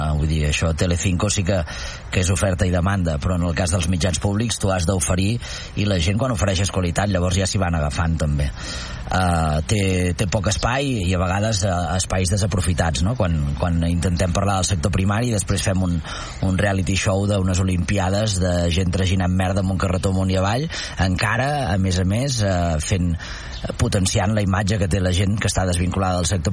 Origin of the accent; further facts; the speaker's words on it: Catalonia, Spain; jo em dedico a la cultura, la meva xicota del sector primari, som catalans